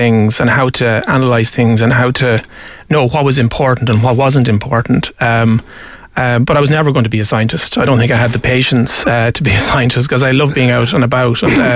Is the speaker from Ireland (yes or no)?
yes; Westmeath, Ireland; I grew up in Westmead, Bobby, on a small mixed farm.